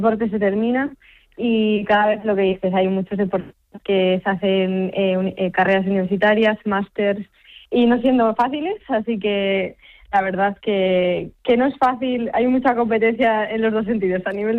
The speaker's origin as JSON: {"language": "Spanish", "town": "Cuéllar", "region": "Castile and León", "country": "Spain", "tie": "born or raised there", "said": "y en mi pueblo, pues que es Cuéllar, un pueblo de Segovia, crearon una escuela para niños para practicar triatlón"}